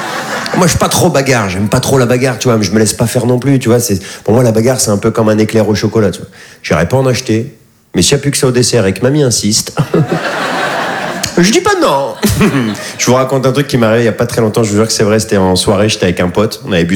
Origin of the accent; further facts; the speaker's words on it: Bondy, Île-de-France, France; Je suis de Bondy, moi. Après, on fait genre, on est fiers de la banlieue, c'est pas vrai.